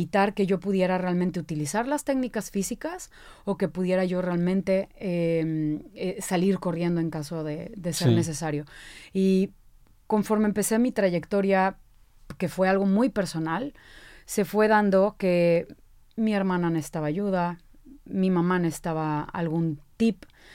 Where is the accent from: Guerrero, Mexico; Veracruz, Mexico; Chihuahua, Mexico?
Veracruz, Mexico; yo soy de Veracruz, soy una buena jarocha, como decimos nosotros.